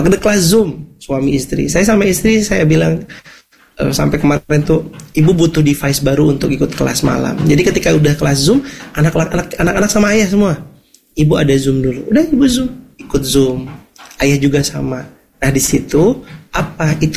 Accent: Pontianak, West Kalimantan, Indonesia; Pernah misalkan ikut kelasnya Ustadz mana di Bandung, kami dari Pontianak terbang, datang berkorban, uangnya kita siapin.

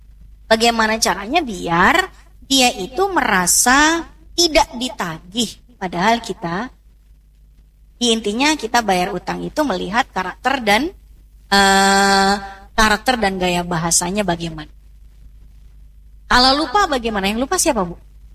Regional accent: Java, Indonesia; now in Jakarta, Indonesia; saya sebetulnya orang Jawa tapi lama di Betawi.

